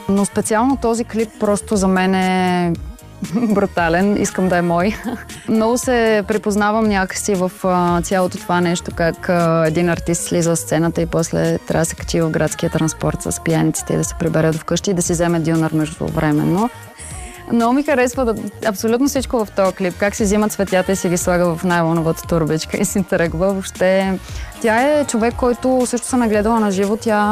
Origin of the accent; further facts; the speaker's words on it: Blagoevgrad, Blagoevgrad Province, Bulgaria; Даже в родния ми град, Благоевград, не може да повярвам, че това се случва.